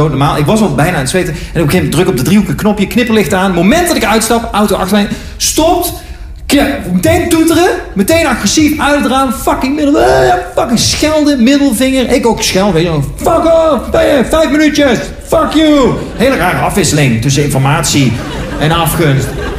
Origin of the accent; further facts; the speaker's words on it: Eindhoven, North Brabant, Netherlands; now in Amsterdam, Netherlands; ik ben opgegroeid in Eindhoven. Daar heb je ruimte zat.